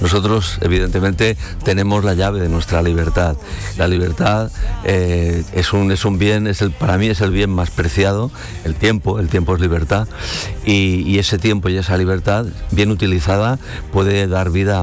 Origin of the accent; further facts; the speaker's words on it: Barcelona, Catalonia, Spain; en una pequeña terraza que teníamos en la casa donde yo nací, donde yo vivía, en el barrio de Pueblo Nuevo, en Barcelona, Poblenou, pues yo ya subía, tendría yo 8 o 10 años